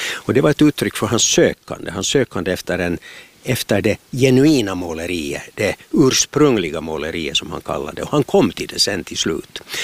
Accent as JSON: {"language": "Swedish", "town": "Ekenäs", "region": "Uusimaa", "country": "Finland", "tie": "born or raised there", "said": "för jag är ju uppvuxen i Ekenäs."}